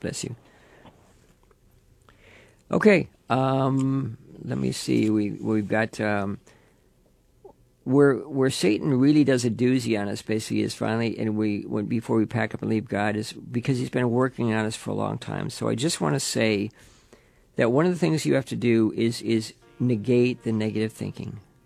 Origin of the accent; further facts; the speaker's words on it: Levittown, New York, United States; I grew up in Levittown